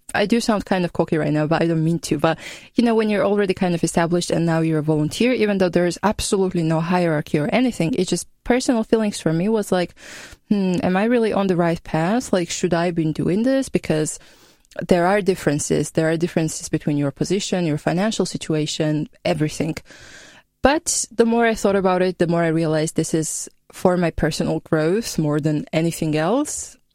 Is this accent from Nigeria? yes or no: no; Georgia; moved away as an adult; now in Austria; I'm from Georgia. I'm 25. So, being 25 and coming to a different country as a volunteer